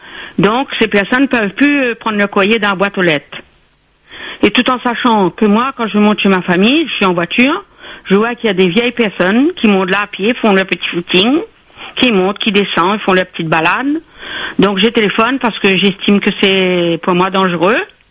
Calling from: Le Port, Réunion; En fait, moi j'habite vers le port.

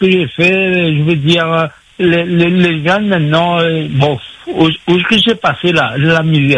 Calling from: Réunion; Non, je suis à La Réunion, là.

